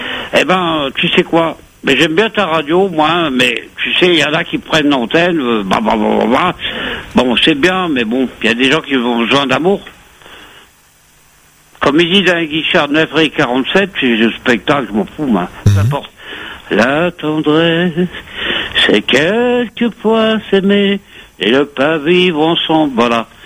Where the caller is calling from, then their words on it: Corsica, France; moi je suis corse